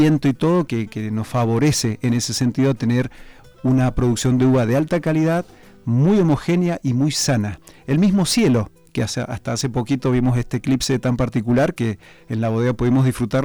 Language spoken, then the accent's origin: Spanish; Argentina; now in Spain; volviendo a mi tierra, Argentina